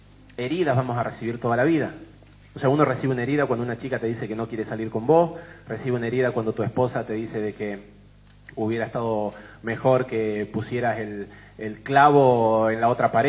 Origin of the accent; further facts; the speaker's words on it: Argentina; Porque sos argentino.